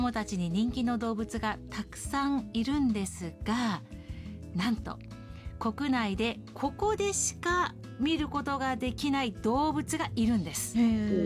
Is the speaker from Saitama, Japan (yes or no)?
yes; Kawagoe, Saitama, Japan; 出身は埼玉県の川越市です。